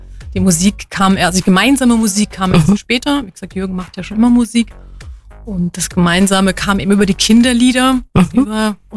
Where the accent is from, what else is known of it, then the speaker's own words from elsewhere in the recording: Mainz, Rhineland-Palatinate, Germany; born there; now in Kempten, Germany; Wir sind beide in Mainz zur Schule gegangen.